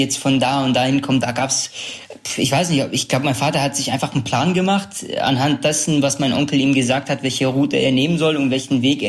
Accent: Sulaymaniyah, Sulaymaniyah Governorate, Iraq; also in meiner Heimatstadt Sulaimania, in der wir sind, wir wollen das Land nicht verlassen

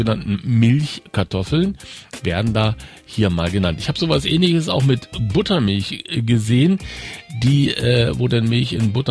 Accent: Mecklenburg-Vorpommern, Germany; Und ich bin in Mecklenburg aufgewachsen und ich bin auch schon zu DDR-Zeiten in Mecklenburg aufgewachsen und war am Ende der DDR durchaus auch schon volljährig.

